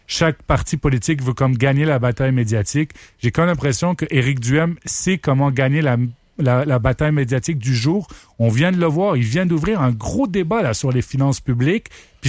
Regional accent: Montreal, Quebec, Canada; moved away as an adult; now in Estrie, Canada; Oui, j'habite en Estrie. Je suis un gars de Montréal qui a étudié un peu à l'étranger, mais qui habite depuis au moins 4-5 ans maintenant en Estrie.

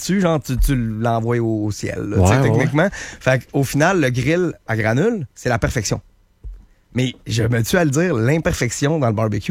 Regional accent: Saint-Jean-Chrysostome, Quebec, Canada; puis on vient de Saint-Jean-Chrysostome, okay, le Québec, ouais.

